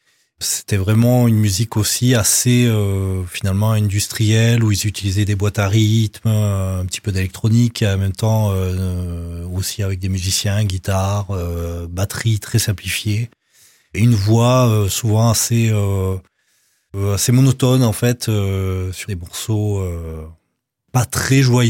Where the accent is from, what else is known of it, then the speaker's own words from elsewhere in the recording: Réunion; Et donc inspiré des racines réunionnaises, puisque je viens de La Réunion.